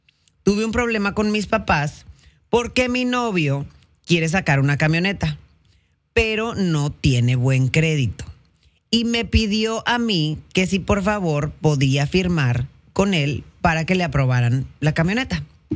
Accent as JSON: {"language": "Spanish", "town": "Monterrey", "region": "Nuevo León", "country": "Mexico", "tie": "born or raised there", "also_born_or_lived": "United States (birthplace)", "moved": "as an adult", "lives_now": "United States", "said": "Cuando yo llegué a este país, yo nací aquí, pero me crié en México. Hasta mis 20 y tantos años viví en Monterrey. Cuando me vine para acá"}